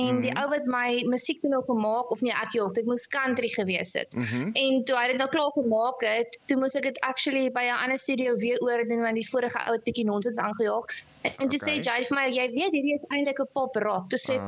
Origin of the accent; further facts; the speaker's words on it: Oudtshoorn, Western Cape, South Africa; also born or lived in Port Elizabeth; now in Mossel Bay, South Africa; Ek is gebore eindelijk in Port Elizabeth. Okay. My pa was daar in die gevangenis in die gelees en toe het ons Mosselbaai toe gekom en toe Oudtshoorn toe en daar het ek groot geworden en as ek weer terug in Mosselbaai.